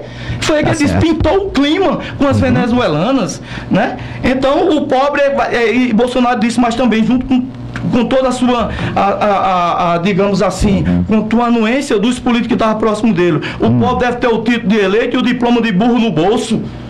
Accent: Northeast Region, Brazil; Foi Lula que mandou você, Luciano, e Kennedy e eu comer capim, que sou nordestino?

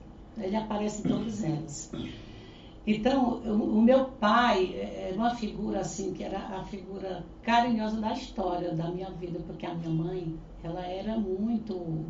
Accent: Brazil; moved away; Essas histórias nasceram das minhas vivências quando eu ainda morava no interior. Eu sou de Tapajé, eu morava na serra, no sítio São João

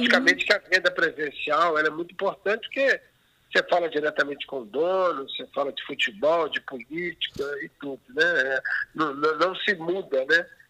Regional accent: Minas Gerais, Brazil; E dá certo, né? Como um bom mineiro acaba dando certo.

